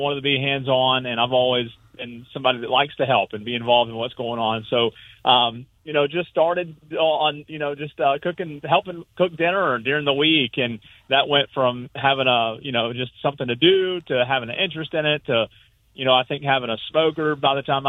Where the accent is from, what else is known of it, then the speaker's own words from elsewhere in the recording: Spartanburg, South Carolina, United States; I'm from Spartanburg, and obviously the community of Spartanburg-Greenville are near and dear to my heart.